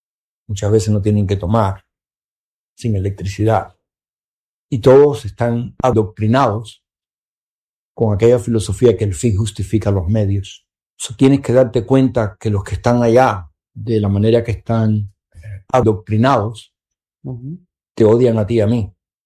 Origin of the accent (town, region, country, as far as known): Cuba; moved away